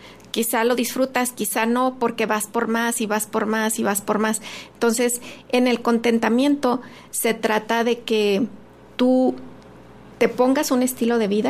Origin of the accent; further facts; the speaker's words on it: Mexico; Fíjate que estaba leyendo que los mexicanos ahorramos mucho